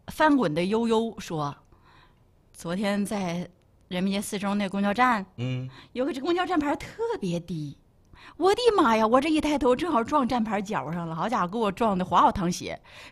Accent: Xiong'an, Hebei, China; now in Liaoning, China; 我们那个雄安那块

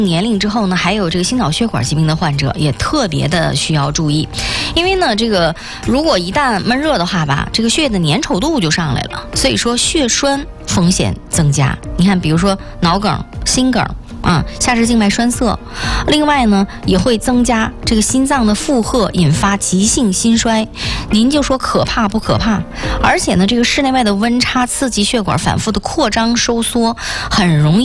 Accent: Northeast China, China; accent: Northeastern; 这咱们东北话讲

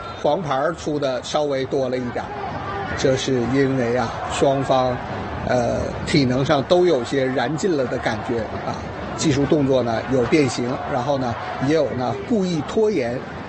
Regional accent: Northeast China, China; born there

